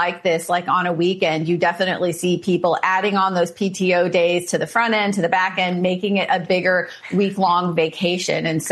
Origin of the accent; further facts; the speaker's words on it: Missouri, United States; I grew up in Missouri